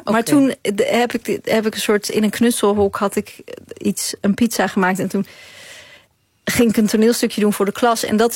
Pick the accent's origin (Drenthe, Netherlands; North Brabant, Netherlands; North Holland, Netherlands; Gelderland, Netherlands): North Holland, Netherlands; Zaandam; also born or lived in Chile; En ik kwam in Zaandam terecht en ik was daar in Poelenburg het enige witte kind. En ik had een soort taalverwarring, want ik sprak Spaans en Nederlands.